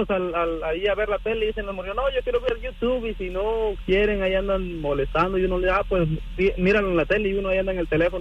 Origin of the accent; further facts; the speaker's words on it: Mexico; now in United States; Porque haz de cuenta que yo soy de México y en México es otro rollo